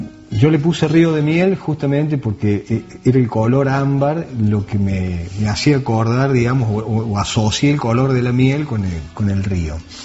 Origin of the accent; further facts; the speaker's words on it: Río Cuarto, Córdoba, Argentina; born there; also born or lived in Alpa Corral; Yo nací en Río Cuarto.